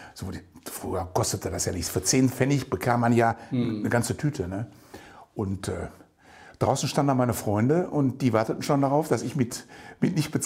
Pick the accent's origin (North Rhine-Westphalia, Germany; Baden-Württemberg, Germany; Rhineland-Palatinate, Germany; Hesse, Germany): North Rhine-Westphalia, Germany; Herne; moved away; Es war ein Traum, in dieser Siedlung groß zu werden.